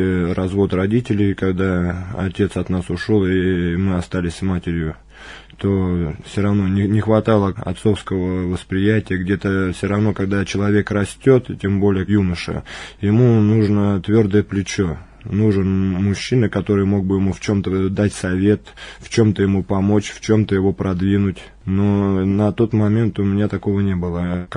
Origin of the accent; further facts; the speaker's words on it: Guryevsk, Kemerovo Oblast, Russia; moved away as an adult; now in Moscow, Russia; 26 лет мне. Родился я в городе Гурьев, Кемеровская область, Кузбасс. И там жил до 25 лет. Сейчас уже год нахожусь в Москве, в христианском центре, вот Ковчег.